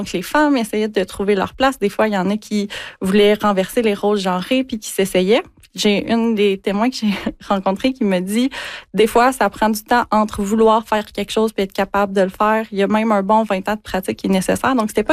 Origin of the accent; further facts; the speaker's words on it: Quebec, Canada; dont on est dépouillé en tant que Québécois, si on veut voyager, ça coûte tellement cher que si on travaille dans une usine, ce ne sera pas accessible.